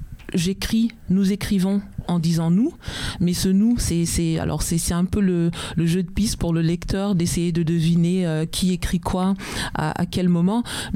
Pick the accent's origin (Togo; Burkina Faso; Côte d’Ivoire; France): France; lorsque je pense à ma relation avec ce pays qui est le mien